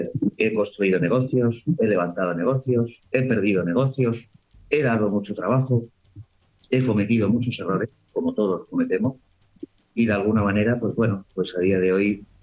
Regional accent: Madrid, Community of Madrid, Spain; born there; now in Granada, Spain; como bien has dicho, Leo, ya nos conocemos hace tiempo. Pues vengo de Madrid, yo nací en Madrid

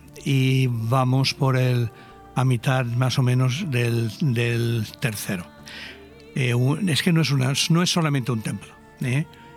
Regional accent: Callosa d'en Sarrià, Valencian Community, Spain; now in Benidorm, Spain; como estaba mi madre aquí viuda en esta zona, somos de Callosa de Sarria.

